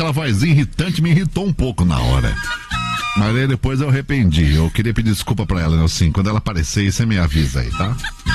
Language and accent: Portuguese; São Paulo, Brazil; Cara, eu lembro que quando era moleque, assim, né, em São Paulo, assim, a gente era camelô, né?